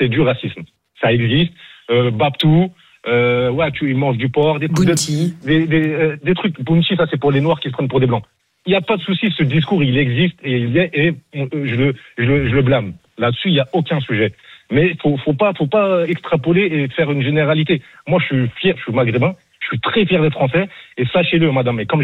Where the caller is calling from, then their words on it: Lyon, Auvergne-Rhône-Alpes, France; j'habite à Lyon